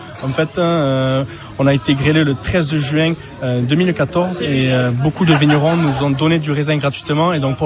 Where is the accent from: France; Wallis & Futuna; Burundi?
France; Narbonne, Occitanie; accent: southern; du sud. On vient tout droit de Narbonne.